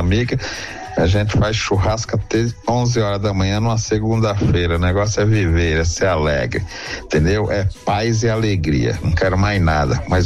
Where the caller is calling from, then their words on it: São Paulo, Brazil; Sou aqui do Cambuci